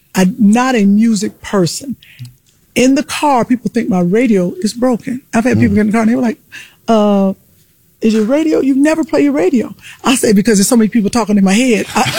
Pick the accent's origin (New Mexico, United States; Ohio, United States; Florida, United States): Ohio, United States; Cleveland; I'm from Cleveland.